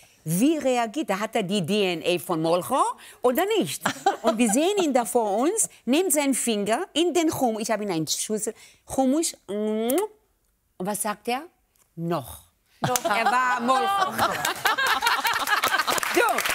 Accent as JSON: {"language": "German", "country": "Israel", "tie": "born or raised there", "second_language": "German", "said": "Das heißt, ich bin aufgewachsen mit der Weltküche, weil wir als Kinder in Israel sind draußen aufgewachsen."}